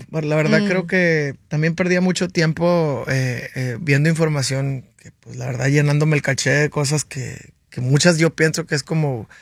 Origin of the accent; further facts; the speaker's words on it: Hermosillo, Sonora, Mexico; soy de Sonora, estamos bien impuestos a la crítica